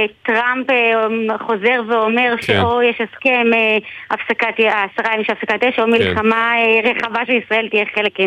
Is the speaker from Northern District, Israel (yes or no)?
yes; Northern District, Israel; כשאני הייתי ילדה במלחמת המפרץ, גדלתי בצפון